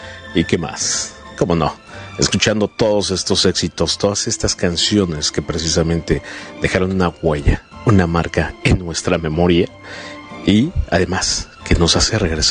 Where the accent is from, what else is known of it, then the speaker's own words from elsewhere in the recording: Mexico; Estamos en el mes en donde todos los mexicanos nos reunimos y festejamos